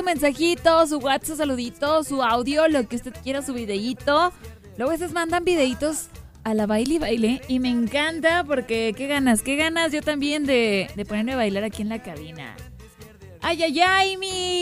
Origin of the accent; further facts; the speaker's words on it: Durango, Mexico; Yo soy de Durango